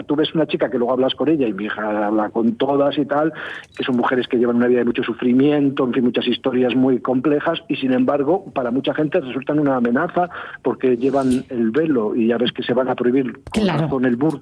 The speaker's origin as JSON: {"language": "Spanish", "region": "Asturias", "country": "Spain", "said": "y yo soy asturiano y soy verde aceituna, y no nos planteamos que somos de dos razas distintas como somos, sino que somos asturianos."}